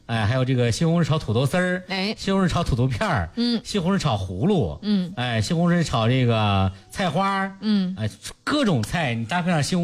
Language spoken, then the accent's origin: Chinese; Shanxi, China; accent: Jinnan dialect; 就是爸爸那一代已经是山西。的土生土长的啦，然后我们这代更是土生土长的